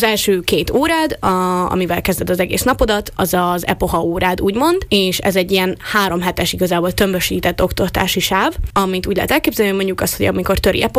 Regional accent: Neusiedl am See, Burgenland, Austria; born there; also born or lived in Budapest, Hungary / Vienna, Austria; Budapesten születtem, és aztán 7 éves koromban költöztünk ki Ausztriába. Először Bécsbe éltem 2,5 évet, és aztán onnan költöztünk el oda, ahol most lakom. Ez Nezsider, a magyar nyelve, amúgy meg Neusiedlemsee, Fertőtónak ugyebár már az osztrák részén.

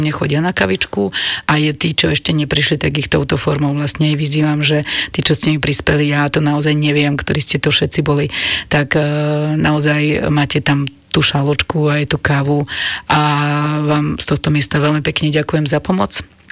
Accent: Žilina, Žilina Region, Slovakia; born there; v mestskej časti Mojšova Lúčka a ja to cítim, že tam patrím, ja som sa tam dokonca narodila v dome číslo 106, ktorý zatopili. A potom sme sa museli presťahovať do na sídlisko, do paneláka.

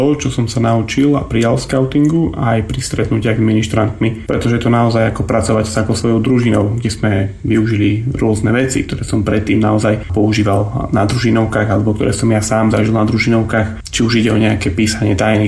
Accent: Vyšné Ružbachy, Prešov Region, Slovakia; v našej obci, tam odkiaľ pochádzam, vo Vyšných Ružbachoch

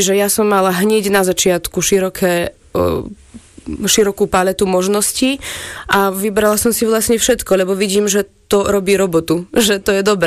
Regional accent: Selenča, Vojvodina, Serbia; now in Slovakia; Doma v Selenči to bol taký dobrý základ.

